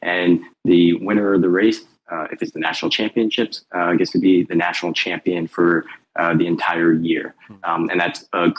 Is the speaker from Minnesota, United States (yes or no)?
no; Red Bank, New Jersey, United States; born there; I was born in Red Bank, and I just developed this passion for cycling.